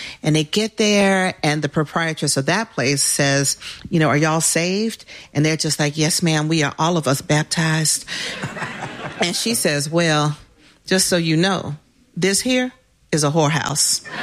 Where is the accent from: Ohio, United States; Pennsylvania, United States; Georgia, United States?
Georgia, United States; Atlanta; also born or lived in New York; That's my hometown. Atlanta is sophisticated. We are Southern and we are sophisticated.